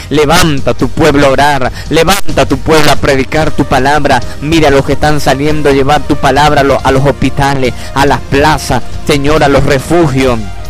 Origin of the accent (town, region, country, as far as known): Venezuela